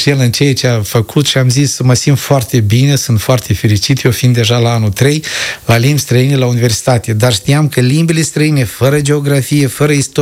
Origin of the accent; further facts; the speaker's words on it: Fârlădeni, Căușeni District, Moldova; moved away as an adult; also born or lived in Tiraspol; În satul meu, din fârlădenii mei, din Căușeni, dar eu sunt din Șesu Popii de la Fârlădeni